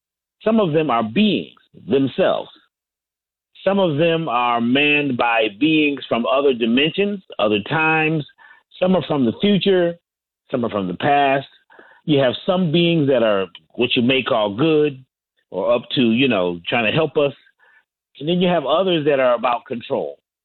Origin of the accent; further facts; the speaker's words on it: Connecticut, United States; Well, I grew up in Connecticut, which when I grew up, it was a UFO or a sightings hotspot.